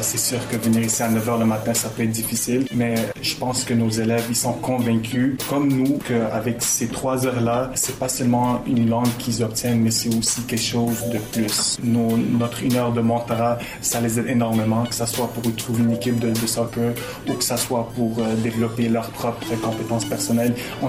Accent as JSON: {"language": "French", "town": "Montreal", "region": "Quebec", "country": "Canada", "tie": "born there", "said": "Je suis né ici à Montréal. Je pense que le français et l'anglais, ça fait partie de ma vie quotidienne, que ce soit avec le travail ou avec les amis."}